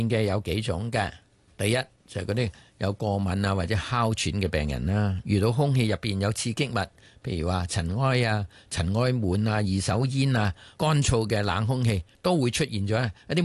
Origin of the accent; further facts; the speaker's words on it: Guangdong, China; 我哋廣東人咧叫舌頭做脷噶嘛，